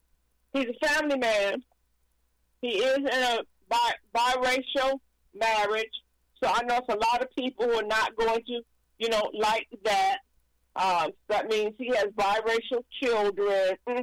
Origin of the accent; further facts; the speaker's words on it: United States; I'm an American. I was born here, raised here.